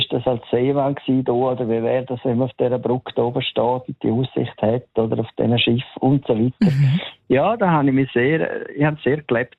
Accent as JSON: {"language": "German", "town": "Vättis", "region": "St. Gallen", "country": "Switzerland", "tie": "born or raised there", "said": "ich bin in der Minz aufgewachsen und Bürger von Fettis, und dann ist das Drachenloch in der Nähe"}